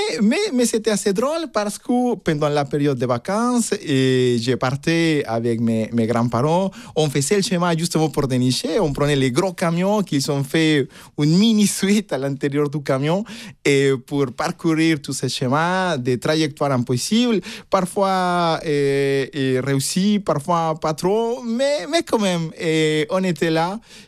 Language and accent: French; Tuxtla Gutiérrez, Chiapas, Mexico; moved away as an adult; now in France; C'est passé où j'ai habité, où je suis né, au Tuxtla Gutiérrez, avec mes parents